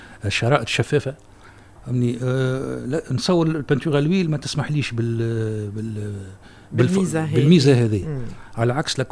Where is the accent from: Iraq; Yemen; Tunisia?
Tunisia; خطر المعمار تناولوه رسامين عندنا في تونس والخذاوه في صيغة مجردة